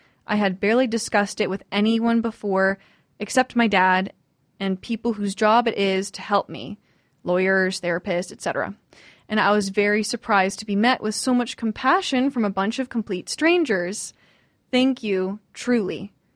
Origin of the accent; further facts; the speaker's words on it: United States; born there; going through the U.S. school system